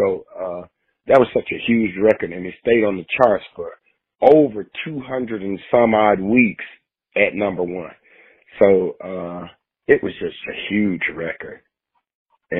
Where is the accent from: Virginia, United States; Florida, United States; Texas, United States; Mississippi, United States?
Mississippi, United States; Sontag; moved away; I would come back to my hometown of Suntag, Mississippi